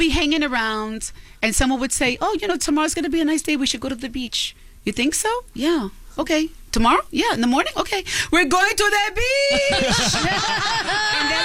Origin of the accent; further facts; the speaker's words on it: Bronx, New York, United States; I had so much fun growing up in the Bronx.